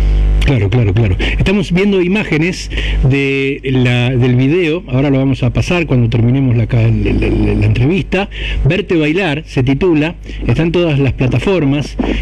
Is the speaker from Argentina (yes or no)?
yes; Rosario, Santa Fe, Argentina; soy de Rosario